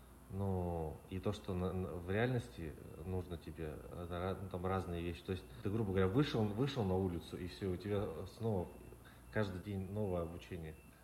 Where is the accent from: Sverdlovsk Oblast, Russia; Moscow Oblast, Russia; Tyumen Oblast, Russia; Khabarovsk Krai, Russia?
Sverdlovsk Oblast, Russia; moved away as an adult; also born or lived in China; now in Kaohsiung, Taiwan; Я родом из Свердловской области, недалеко от Екатеринбурга.